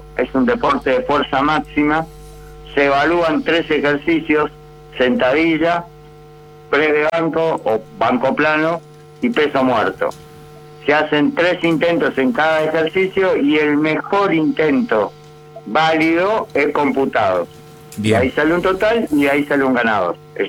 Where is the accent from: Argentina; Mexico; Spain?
Argentina; Ahí somos 40 los argentinos que cruzamos a competir.